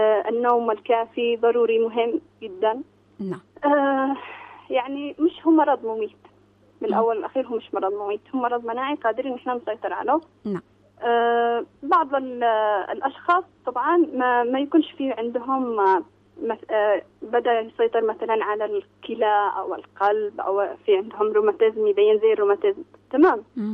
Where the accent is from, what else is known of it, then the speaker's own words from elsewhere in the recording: Yemen; عندنا في اليمن